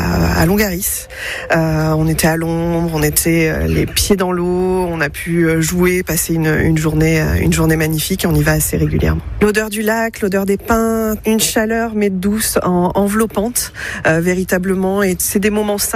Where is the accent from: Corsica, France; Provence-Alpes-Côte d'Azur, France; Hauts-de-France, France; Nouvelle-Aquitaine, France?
Nouvelle-Aquitaine, France; Saint-Émilion; je suis de Saint-Émilion.